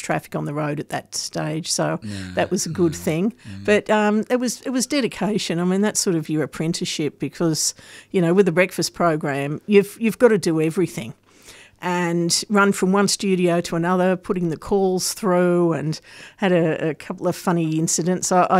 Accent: Sydney, New South Wales, Australia; No, I lived in Brisbane for 18 months, but I grew up in Sydney and I left Sydney when I was

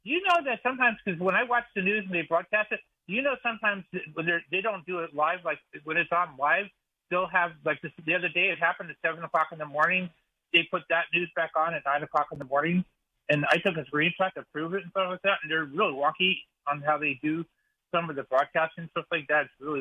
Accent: New Jersey, United States; Yeah, I'm from New Jersey, North New Jersey.

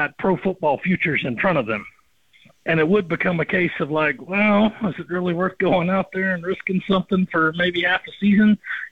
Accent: Rock Hill, South Carolina, United States; Malik Clark from my hometown of Rock Hill, I think will get into that mix.

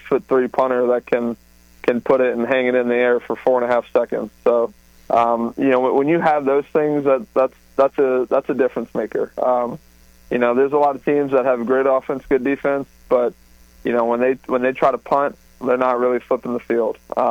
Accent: Delray Beach, Florida, United States; wow, that's, 2.5-3 hours away from where I grew up in Delray Beach.

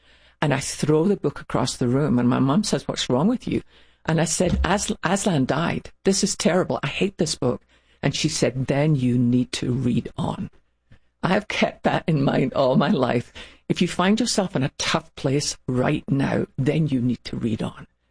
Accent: Scotland, United Kingdom; because we're Scottish. We just get on with life.

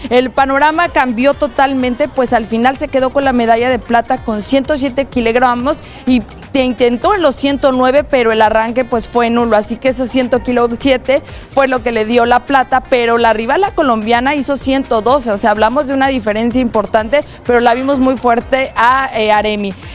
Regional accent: Mexico

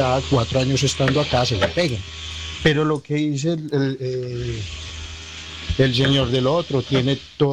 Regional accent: Antioquia, Colombia; accent: Paisa; moved away; Yo no tengo el acento, porque no, el acento mío es de Paisa. Colombia y yo mi acento no lo dejo

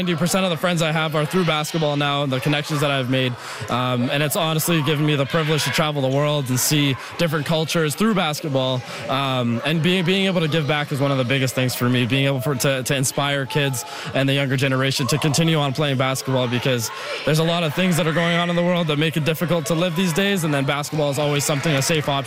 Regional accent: Ottawa, Ontario, Canada; especially being from Ottawa. So I grew up in the Boys and Girls Club, specifically the one on Hogs Back.

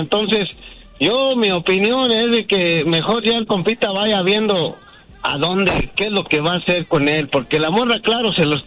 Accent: Michoacán, Mexico; ¿Cómo supiste que soy de Michoacán, Vali?

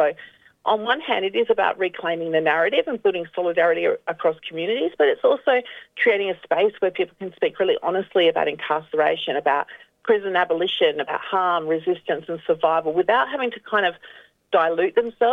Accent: South Australia, Australia; wasn't raised by my mother, but I was raised here in Kaurna country.

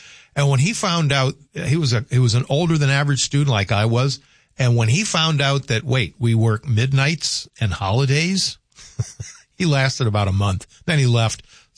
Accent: Louisiana, United States; I'm from Louisiana.

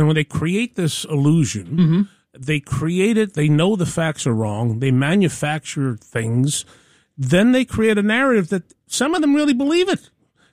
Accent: Staten Island, New York, United States; You know, my hometown, Staten Island, I got born and raised in South Beach. I was a kid from South Beach.

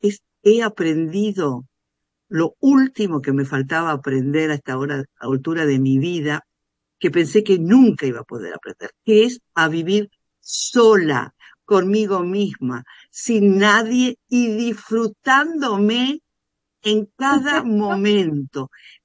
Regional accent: Uruguay; fui seleccionada para las Olimpiadas Internacionales de Arte como única uruguaya

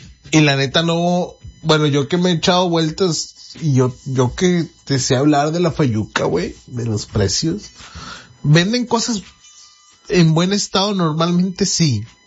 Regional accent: Piedras Negras, Coahuila, Mexico; Y sí, yo soy de Piedras Negras, güey. Yo soy de Piedras Negras.

